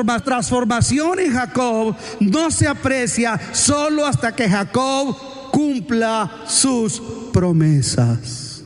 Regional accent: Mexico; hablamos nosotros slang mexicano, ¿verdad? Caló.

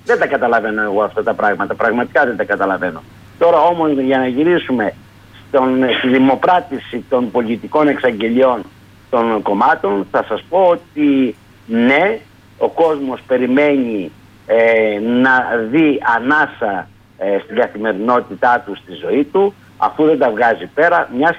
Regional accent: Greece

